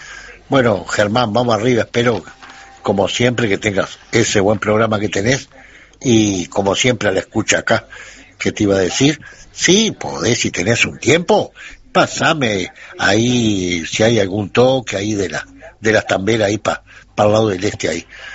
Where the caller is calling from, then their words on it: Montevideo, Uruguay; del Paso de la Arena.